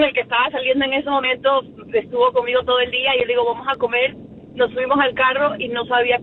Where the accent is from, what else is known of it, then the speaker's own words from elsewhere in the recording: Ecuador; No, yo manejo automático, pero crecí en Ecuador, entonces aprendí a manejar manual.